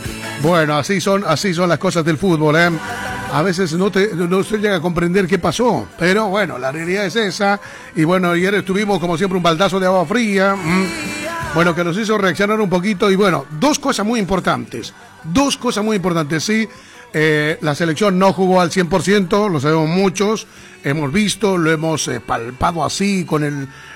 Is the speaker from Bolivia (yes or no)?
yes; Bolivia; now in Argentina; Sabemos que nosotros venimos de otra nacionalidad, sí, somos bolivianos, amamos nuestro país, el triple, cuatriple, todo lo que tú quieras decir, pero cuando tú ya partiste a otro país también, tienes otro hogar también